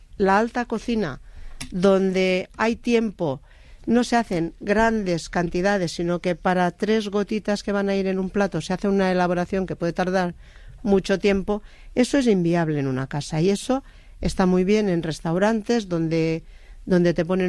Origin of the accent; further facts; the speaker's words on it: Lleida, Catalonia, Spain; Y yo soy de Lleida, entonces el día que hay un nubarrón ya estamos preparando las bolsas y las botas para ir a por caracoles.